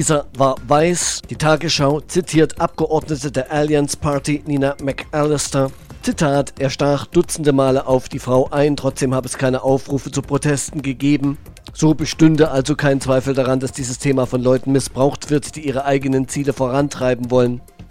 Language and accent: German; Thuringia, Germany; Ich komme ja aus Thüringen.